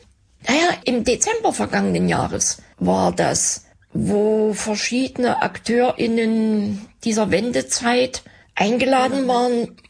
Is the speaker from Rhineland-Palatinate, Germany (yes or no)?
no; Leipzig, Saxony, Germany; muss man nur als Leipzigerin aufpassen.